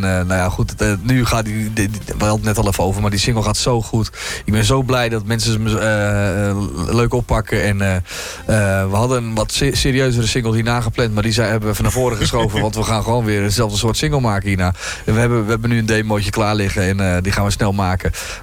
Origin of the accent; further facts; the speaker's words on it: Grotebroek, North Holland, Netherlands; stond vorig jaar in Grotebroek. Nou, daar heb ik op school gezeten. Dus dat is echt mijn omgeving waar ik opgegroeid ben.